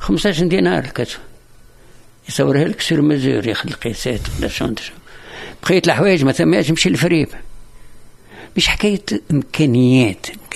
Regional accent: Tunis, Tunis Governorate, Tunisia; كل قدرنا مشينا القفصة احنا ساعة كنا من تونس.

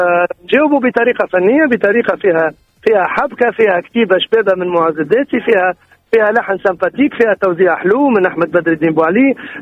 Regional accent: Tunisia; أنا فنان أنا فنان تونسي

